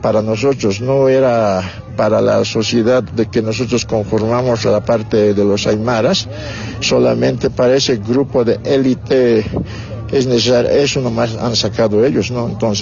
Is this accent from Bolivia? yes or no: yes; Bolivia; Nosotros somos pues bolivianos, todos debemos respetar la constitución política del Estado.